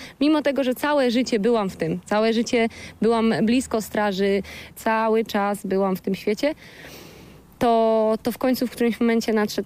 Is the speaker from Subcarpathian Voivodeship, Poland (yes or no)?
yes; Subcarpathian Voivodeship, Poland